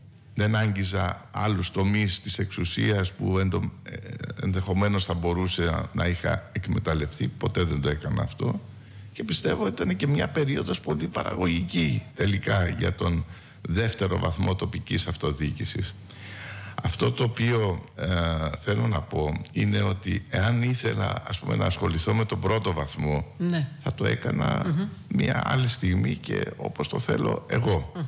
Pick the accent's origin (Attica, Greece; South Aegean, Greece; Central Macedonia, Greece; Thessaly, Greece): South Aegean, Greece; Rhodes; Ο Δήμος, η πόλη μου